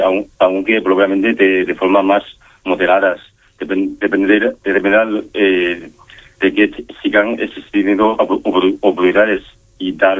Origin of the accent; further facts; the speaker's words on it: China; Spanish is a second language; now in Palma, Spain